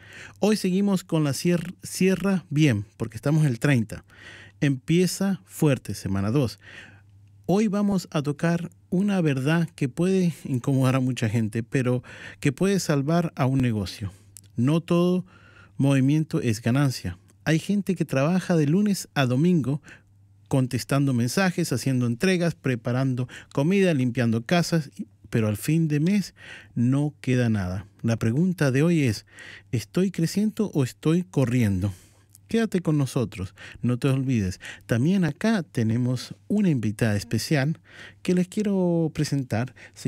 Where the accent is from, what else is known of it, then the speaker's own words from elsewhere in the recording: Argentina; now in Melbourne, Australia; yo soy argentino, como ustedes saben.